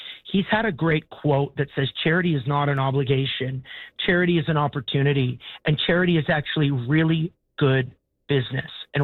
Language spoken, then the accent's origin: English; Alberta, Canada; because I'm from Alberta